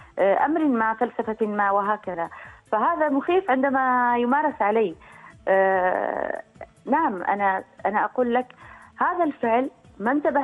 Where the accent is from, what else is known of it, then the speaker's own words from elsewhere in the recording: United Arab Emirates; حتى أن العنوان هي كلمة عربية فصيحة تستخدم في لهجتنا في الإمارات